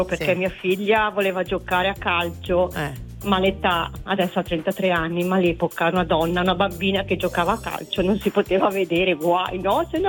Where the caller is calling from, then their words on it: Bergamo, Lombardy, Italy; Io sono di Bergamo, ma lavoro a Trezzo